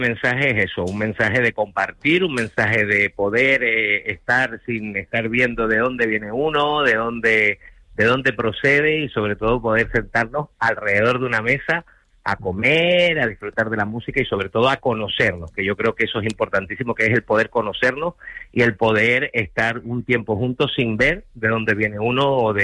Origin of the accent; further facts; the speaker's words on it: Canary Islands, Spain; nuestra historia como canarios, como migrantes